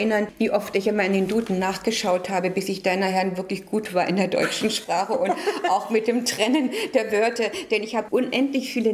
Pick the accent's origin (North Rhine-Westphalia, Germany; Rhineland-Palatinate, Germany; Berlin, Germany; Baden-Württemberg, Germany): Berlin, Germany; born there